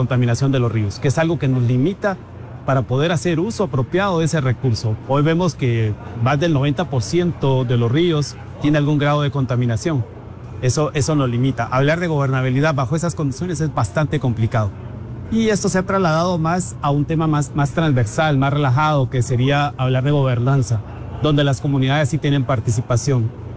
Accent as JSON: {"language": "Spanish", "town": "San Agustín Acasaguastlán", "region": "El Progreso", "country": "Guatemala", "said": "Personalmente soy de San Agustín, Casahuastlán, entonces hablábamos del progreso, Zacapa, Chiquimula."}